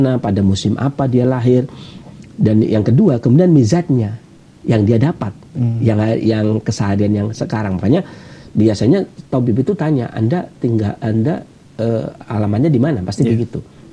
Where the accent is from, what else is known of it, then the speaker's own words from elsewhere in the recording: Pemalang, Central Java, Indonesia; born there; also born or lived in Cilacap; now in Bekasi, Indonesia; kayak misalkan saya lahir di Pemalang. Maka tabiat saya adalah tabiat Pemalang. Setelah itu kemudian saya tinggal di agak lama 5 tahun lebih di Cilacap.